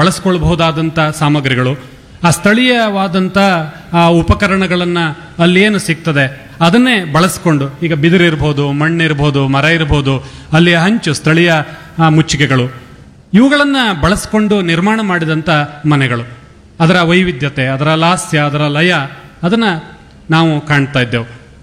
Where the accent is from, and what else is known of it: Mangaluru, Karnataka, India